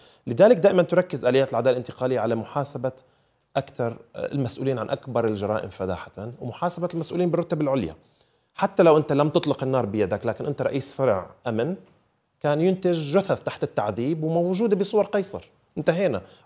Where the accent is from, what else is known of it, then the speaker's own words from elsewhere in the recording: Syria; وحقيقة كسوريين عشنا بسوريا وبنعرف سوريا وحبسنا